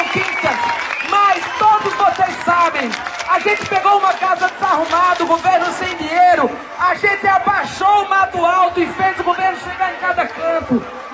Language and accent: Portuguese; Caruaru, Pernambuco, Brazil; moved away; eu sempre me lembro daqui, de onde eu venho.